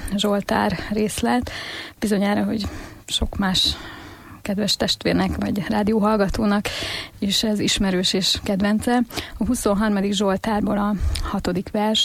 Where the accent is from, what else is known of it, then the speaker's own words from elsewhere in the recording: Sárospatak, Borsod-Abaúj-Zemplén, Hungary; moved away; also born or lived in Debrecen; az én hátterem református háttér, és 10. születésnapomra Sárospatakról származom